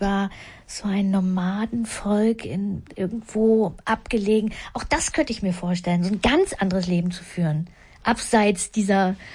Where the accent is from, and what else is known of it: Schönhausen, Saxony-Anhalt, Germany; born or raised there; also born or lived in Havelberg